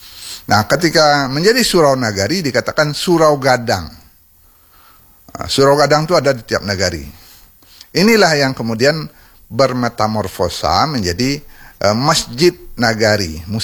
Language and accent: Indonesian; Bukittinggi, West Sumatra, Indonesia; Saya ingat di kampung saya itu ada surau gadang Mandiangin.